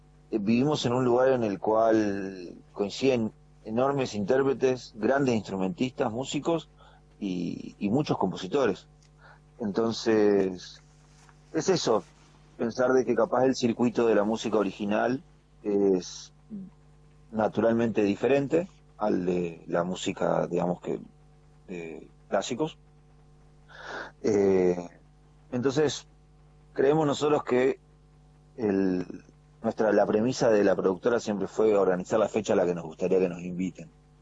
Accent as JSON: {"language": "Spanish", "region": "Patagonia", "country": "Argentina", "said": "como somos una región la más nueva de nuestro país"}